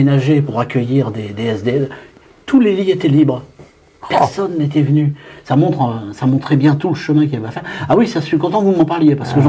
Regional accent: Hauts-de-France, France; moved away as an adult; je déboule de mon école et de mon enfance dans le Pas-de-Calais.

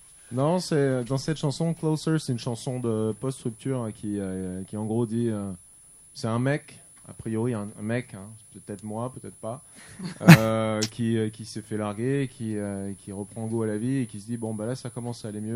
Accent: France; quand on est sur un exercice de style en tant que français à chanter en anglais

